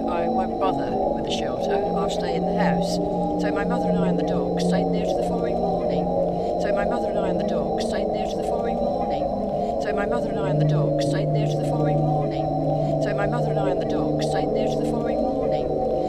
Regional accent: London, United Kingdom; born there; I was born in London

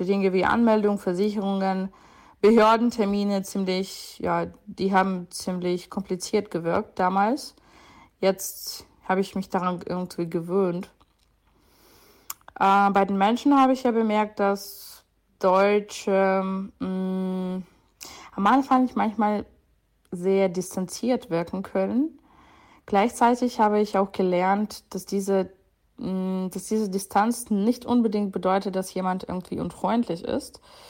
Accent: Dnipro, Dnipropetrovsk Oblast, Ukraine; moved away as an adult; now in Germany; Also ich komme aus der Ukraine, aus Dnipro. Und das erste Mal bin ich 2022 nach Deutschland gezogen. Ursprünglich bin ich ja wegen des Krieges nach Deutschland gekommen.

